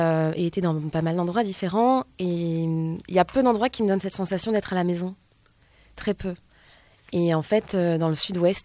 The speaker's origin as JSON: {"language": "French", "country": "Réunion", "moved": "yes", "lives_now": "Capbreton, France", "said": "Donc, je suis partie de La Réunion, j'ai encore bougé pas mal, j'ai voyagé pendant 2 ans."}